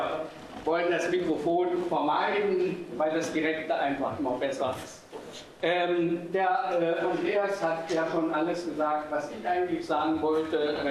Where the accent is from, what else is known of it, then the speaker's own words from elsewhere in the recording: Dessau, Saxony-Anhalt, Germany; moved away; ich bin in Dessau geboren und auch aufgewachsen. Ich habe die Stadt verlassen, da hatte sie noch 100.000 Einwohner.